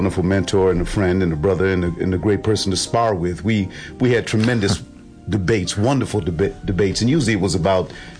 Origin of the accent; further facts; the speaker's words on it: Lackawanna, New York, United States; my uncles and people that lived in the rooming house I grew up with in Lackawanna.